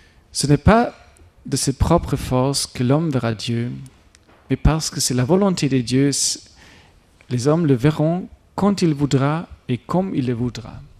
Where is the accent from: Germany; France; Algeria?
Germany; accent: German; French is a second language; D'ailleurs, pardon pour mon accent allemand, hein, j'espère que vous avez tout compris quand même. Voilà, ça fait longtemps que je n'ai pas parlé en français en fait.